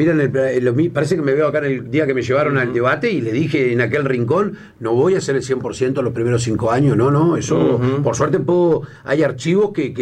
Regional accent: Río Branco, Cerro Largo, Uruguay; acuérdense que soy de Río Branco.

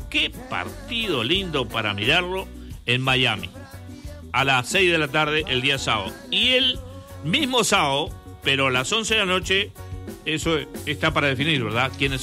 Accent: Uruguay; Yo soy uruguayo.

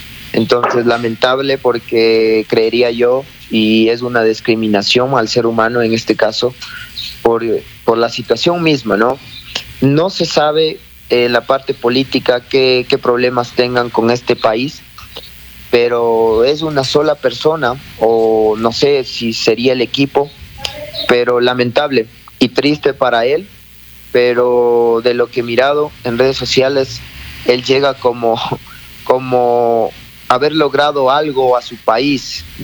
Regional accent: Ecuador; nosotros como ecuatorianos

